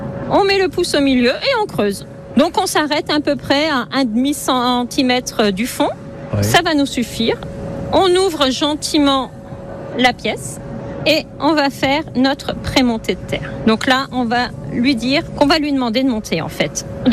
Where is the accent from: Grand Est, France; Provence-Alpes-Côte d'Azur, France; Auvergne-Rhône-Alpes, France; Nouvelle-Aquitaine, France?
Grand Est, France; Saint-Avold; Je suis originaire du côté de Saint-Avold.